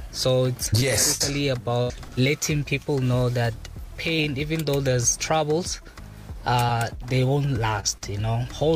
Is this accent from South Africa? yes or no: yes; Kasi, Western Cape, South Africa; How about I say Chronicle Deep and just bring it back to Kasi, because I'm a dude from Kasi.